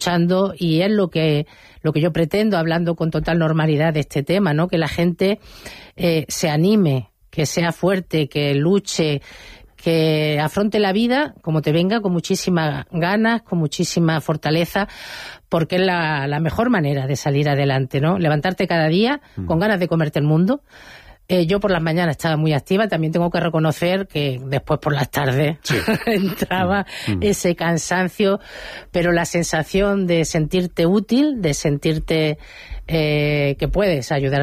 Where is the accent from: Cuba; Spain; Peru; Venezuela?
Spain; Guernica, Basque Country; born there; now in Linares, Spain; Y bueno, yo nací en Guernica, pues por azares de la vida, por la profesión de mi padre, ¿no?